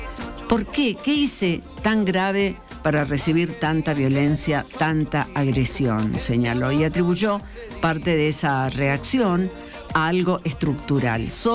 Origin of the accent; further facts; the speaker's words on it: Argentina; somos argentinos